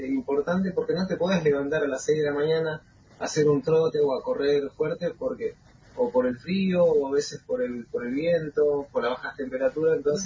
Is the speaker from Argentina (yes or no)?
yes; Salta, Argentina; born there; now in El Calafate, Argentina; yo soy de Salta. Nací en Salta